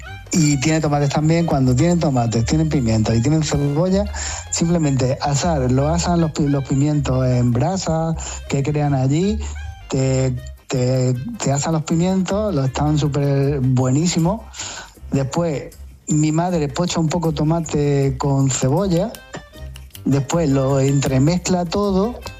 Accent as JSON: {"language": "Spanish", "town": "Pozalcón", "region": "Andalusia", "country": "Spain", "tie": "born or raised there", "said": "Cuando vamos a mi pueblo, cuando vamos a mi pueblo a Pozalcón, flipa con la ensalada."}